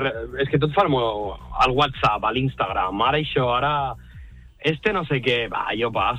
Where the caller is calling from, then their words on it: Barcelona, Catalonia, Spain; de Barcelona.